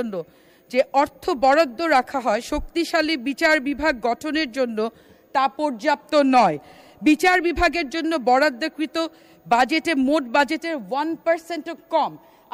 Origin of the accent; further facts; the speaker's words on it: Panchagarh, Rangpur Division, Bangladesh; আমার নিজ জেলা পঞ্চগড়